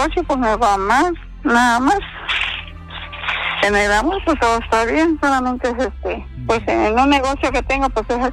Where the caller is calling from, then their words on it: Chetumal, Quintana Roo, Mexico; De aquí, de Chetumal.